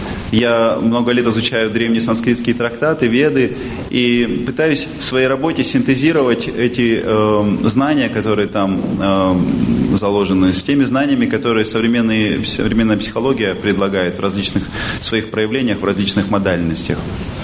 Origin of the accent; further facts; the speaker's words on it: Barnaul, Altai Krai, Russia; Родился я и вырос в Барнауле, в Алтайском крае.